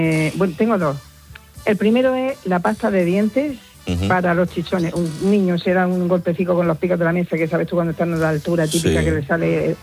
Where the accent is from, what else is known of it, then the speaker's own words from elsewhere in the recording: Region of Murcia, Spain; Soy murciana. Alguien está hablando de Murcia.